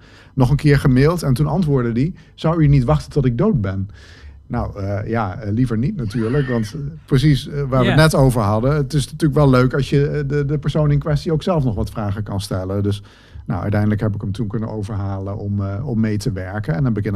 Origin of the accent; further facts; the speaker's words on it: Zwolle, Overijssel, Netherlands; Ik ben een schrijver uit Zwolle.